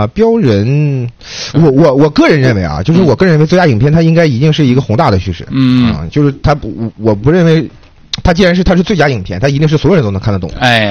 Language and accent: Chinese; Jilin, China; 很多咱们吉林人现在都越来越好